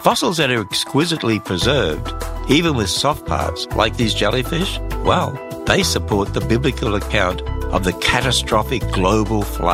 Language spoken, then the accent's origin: English; Australia; in my home country of Australia